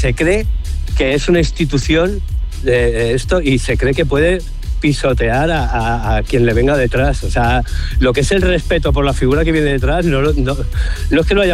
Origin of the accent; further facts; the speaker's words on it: Canary Islands, Spain; yo, Eduard es la península ibérica y yo soy Canarias.